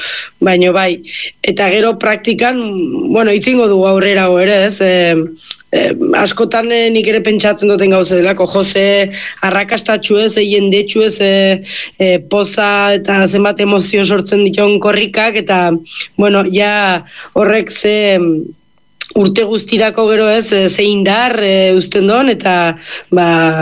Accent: Leitza, Navarre, Spain

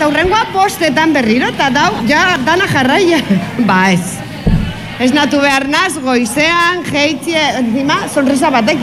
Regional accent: Bilbao, Basque Country, Spain; Da nire auzokoa, ni naiz otxarkoagakoa.

